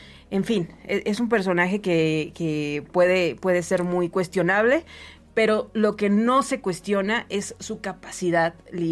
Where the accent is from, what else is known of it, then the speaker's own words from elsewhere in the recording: Monterrey, Nuevo León, Mexico; O sea, somos de Monterrey y estábamos en este marco temporal